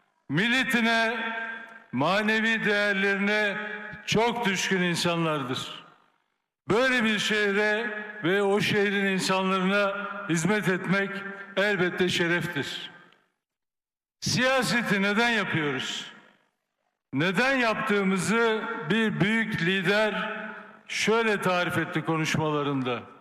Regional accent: İzmir, Turkey; İzmir'de büyüdüm, mütevazi bir ailenin çocuğuyum.

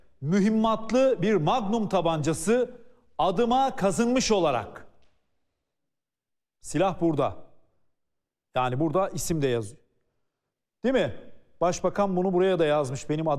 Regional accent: Black Sea Region, Turkey; Açık açık bu konuda bir Karadenizli olarak görüşüm.

